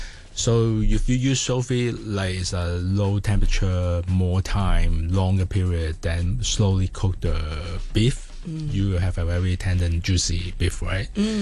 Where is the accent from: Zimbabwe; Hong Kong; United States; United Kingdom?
Hong Kong; it's in Hong Kong, mm-hmm. my hometown.